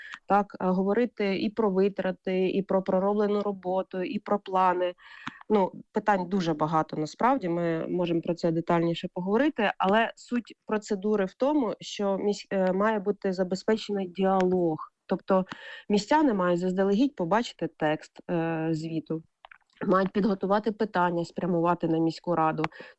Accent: Kyiv, Ukraine; я це як киянка сприйняла дещо як навіть особисте щось.

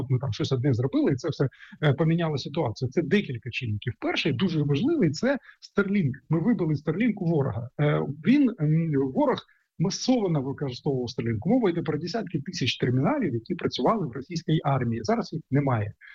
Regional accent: Sumy, Sumy Oblast, Ukraine; прикордонні міста, такі як моє рідне місто Суми

